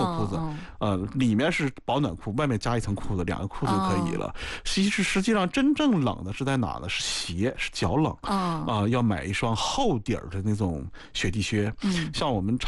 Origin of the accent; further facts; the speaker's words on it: Dalian, Liaoning, China; moved away; 因为我们老家是大连的，我老家大连的时候正常冬天也就在零下七八度，偶尔说来一场寒流，可能12度，最冷最冷到15-16度，已经非常非常冷了，我们都觉得已经就太冷了，受不了这种了，平常就是零上到零下七八度这种